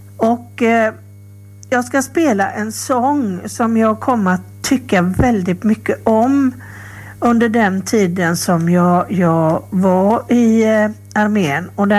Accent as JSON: {"language": "Swedish", "region": "Västra Götaland County", "country": "Sweden", "tie": "born or raised there", "said": "Jag växte upp i Lamdala och fick väldigt tidigt gå på Frälsningsarméns söndagsskola."}